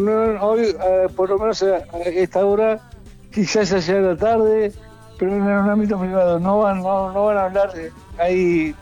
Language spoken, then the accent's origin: Spanish; Chile; now in Spain; Soy chileno. Los chilenos me quieren porque soy casi argentino. Y en Argentina me quieren porque soy casi chileno.